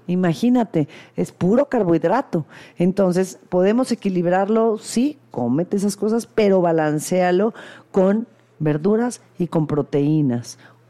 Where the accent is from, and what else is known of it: Mexico